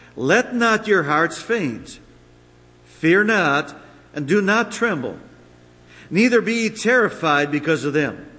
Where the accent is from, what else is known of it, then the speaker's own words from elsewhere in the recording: United States; We do as an American.